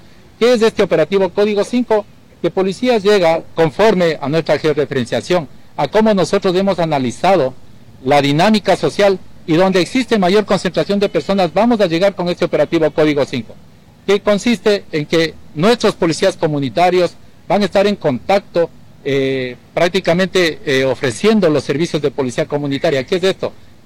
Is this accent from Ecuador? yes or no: yes; Ecuador; debemos sentirnos orgullosos de nuestro país, que somos ecuatorianos